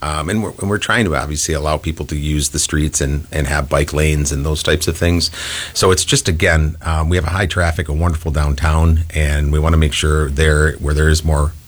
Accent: Milwaukee, Wisconsin, United States; I mean, I remember back growing up in Milwaukee, I had a Honda Spree.

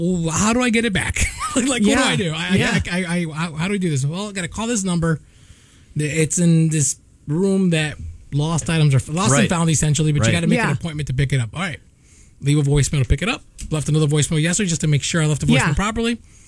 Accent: Chicago, Illinois, United States; I'm a citizen born and raised in Chicago

